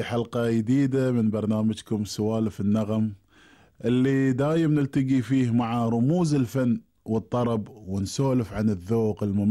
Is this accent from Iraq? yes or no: no; Qatar; عندنا في قطر.